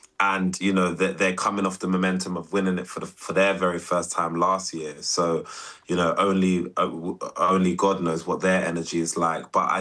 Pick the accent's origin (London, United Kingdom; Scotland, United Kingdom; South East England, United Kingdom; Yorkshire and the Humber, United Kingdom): London, United Kingdom; especially as a London club, being a Londoner, being born and raised here, you can definitely feel that the spirits are high.